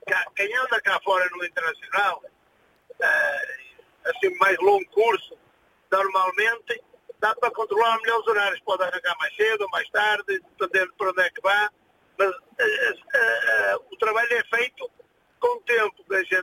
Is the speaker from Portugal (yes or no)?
yes; Lousada, Porto, Portugal; eu na minha zona, onde eu sou natural do Conselho de Lousada, ali de uma freguesia do Lousada